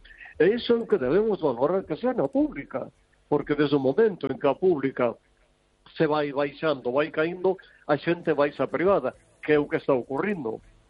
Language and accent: Spanish; Vigo, Galicia, Spain; Soy de … de Vigo.